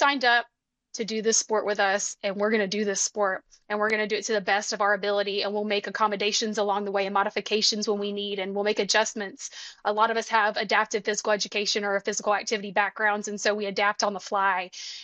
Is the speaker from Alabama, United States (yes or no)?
yes; Alabama, United States; I mean, I'm from Alabama and I was around water all the time and I learned how to swim